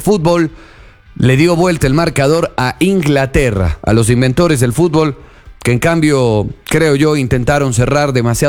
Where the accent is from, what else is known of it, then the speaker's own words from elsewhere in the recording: Ecuador; nosotros como imparciales en el caso de los ecuatorianos